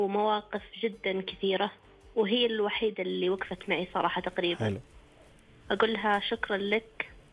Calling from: Taif, Makkah Province, Saudi Arabia; أنا أكلمكم من الطائف

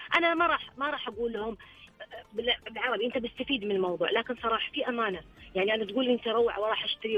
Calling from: Dammam, Eastern Province, Saudi Arabia; من الدمام.

